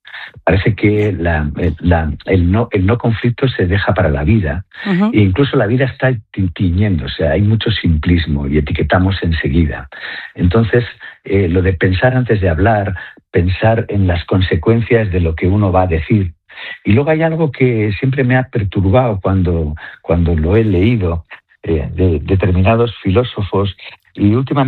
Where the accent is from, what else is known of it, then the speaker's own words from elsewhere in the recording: Basque Country, Spain; yo soy vasco